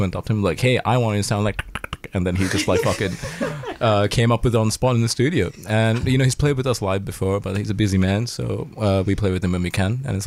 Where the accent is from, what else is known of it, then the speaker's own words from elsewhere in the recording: Sri Lanka; accent: Sri Lankan; moved away; Wait, I feel like I didn't use my Sri Lankan accent.